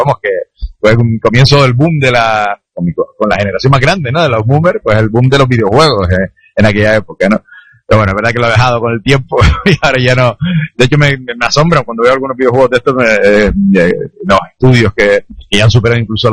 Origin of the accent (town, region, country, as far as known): Canary Islands, Spain